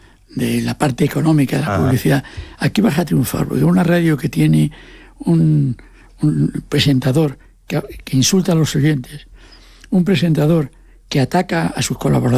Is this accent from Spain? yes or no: yes; Asturias, Spain; Como yo soy asturiano